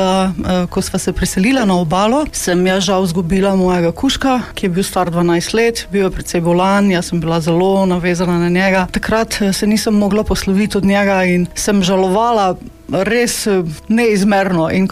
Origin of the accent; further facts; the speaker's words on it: Styria, Slovenia; moved away as an adult; now in Primorska, Slovenia; sem se preselila zato, ker sem se poročila. Moj mož je Primorc in jaz sem kot Štajerka se mogla navaditi na novo okolje, nove ljudi.